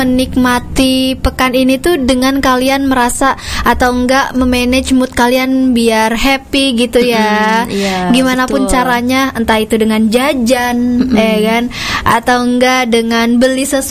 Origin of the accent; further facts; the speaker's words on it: Jakarta, Indonesia; Bukan orang Indramayu, emang kita orang Betawi ya.